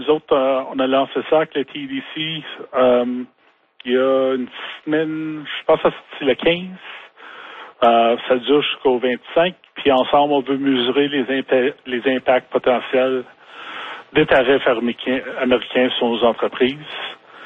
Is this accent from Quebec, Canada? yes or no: no; Ottawa, Ontario, Canada; moved away as an adult; now in Timmins, Canada; Moi, je suis natif d'Ottawa. J'ai déménagé ici 14 ans passés.